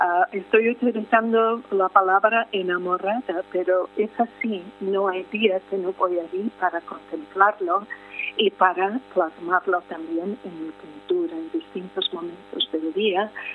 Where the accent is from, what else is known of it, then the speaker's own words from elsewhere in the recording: Ireland; Spanish is a second language; moved away as an adult; also born or lived in Dublin; now in Madrid, Spain; ¿Verdad que el acento me delata, no? Pues yo soy de Irlanda, soy irlandesa, pero afincada en Madrid desde hace 40 años y también pues residente temporal, cada vez más residente aquí en Nogales, en Alfoz de Lloredo, pero soy irlandesa.